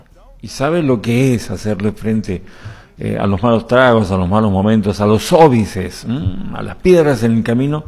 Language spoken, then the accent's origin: Spanish; Argentina